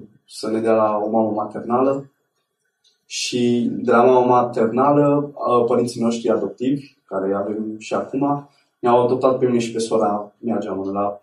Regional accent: Mehedinți County, Romania; born there; Eu m-am născut în Turnul Severin, undeva pe lângă Turnul Severin, într-un sat.

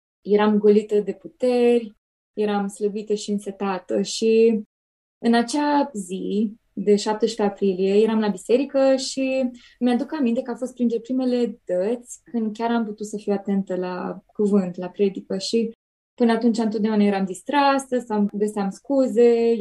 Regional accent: Piatra Neamț, Neamț County, Romania; moved away as an adult; now in Cluj-Napoca, Romania; Am 26 de ani, de curând mutată la Cluj, sunt original din Piatra Neamț

